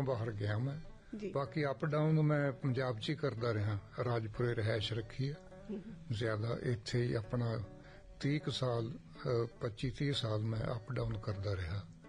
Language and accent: Punjabi; Bathinda district, Punjab, India; moved away as an adult; also born or lived in Ludhiana / Jalandhar / Kurukshetra; ਮੇਰਾ ਜਨਮ ਸਥਾਨ ਪਿੰਡ ਮੰਡੀ ਕਲੋਂ, ਜ਼ਿਲ੍ਹਾ ਬਠਿੰਡਾ